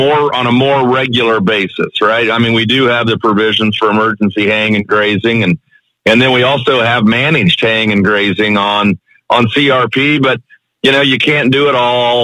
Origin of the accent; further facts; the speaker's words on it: Missouri, United States; you know, I'm from Northwest Missouri and, you know, we'll certainly have our dry periods, you know, in the summertime, but we seem to always have leftover hay.